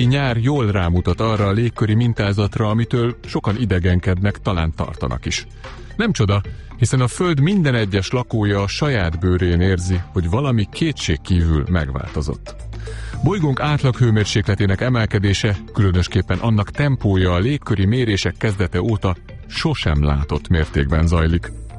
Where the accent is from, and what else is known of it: Hungary